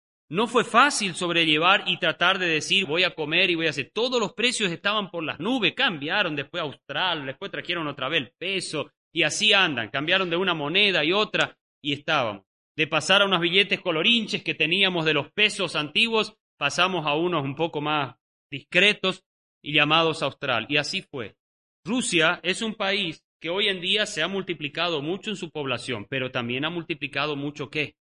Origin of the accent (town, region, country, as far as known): Argentina